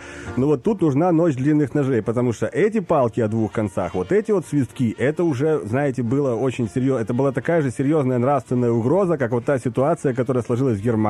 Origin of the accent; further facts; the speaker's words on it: Baku, Azerbaijan; Вот я употребляю слова, потому что я выходец из Баку вообще